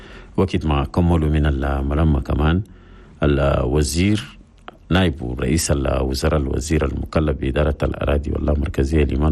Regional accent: Chad; لصالح بلدنا تشاد

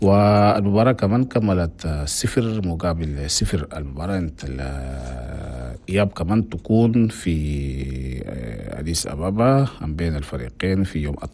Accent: Chad; نفس الساعة في كل الأقاليم أنا بلدنا تشاد

